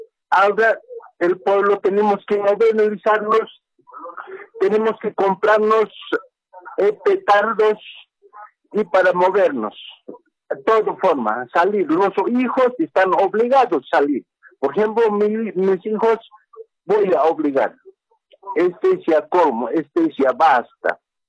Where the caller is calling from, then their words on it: Cochabamba, Bolivia; hablo de Cochabamba